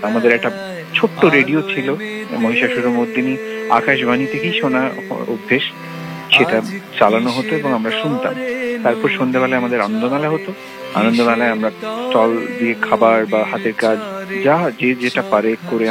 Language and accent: Bangla; Santiniketan, West Bengal, India; আমার ছোটবেলা তো শান্তিনিকেতনে কেটেছে